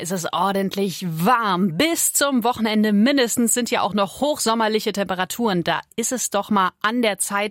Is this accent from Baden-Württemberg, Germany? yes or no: no; Leipzig, Saxony, Germany; ich komme aus Leipzig